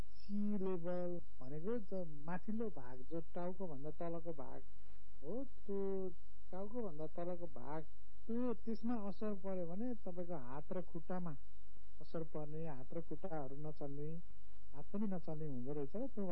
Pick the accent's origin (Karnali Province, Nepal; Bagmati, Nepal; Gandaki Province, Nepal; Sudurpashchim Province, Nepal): Gandaki Province, Nepal; Pokhara; मेरो घर चाहिँ पोखरा आठ सिमल चौरमा पर्छ।